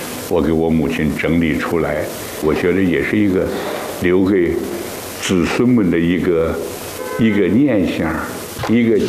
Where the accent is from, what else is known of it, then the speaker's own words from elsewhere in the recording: Kaifeng, Henan, China; moved away; 我从小就在这儿